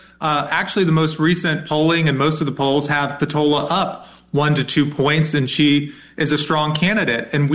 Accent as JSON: {"language": "English", "region": "North Carolina", "country": "United States", "said": "I'm no expert in Florida, but I am from North Carolina"}